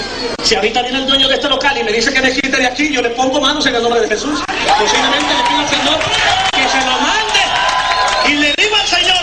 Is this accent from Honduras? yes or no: yes; Honduras; born or raised there; moved away; also born or lived in Costa Rica